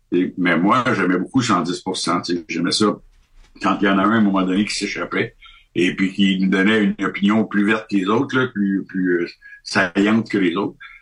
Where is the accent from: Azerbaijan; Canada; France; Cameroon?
Canada; moi, je suis du Canada, je suis ici de passage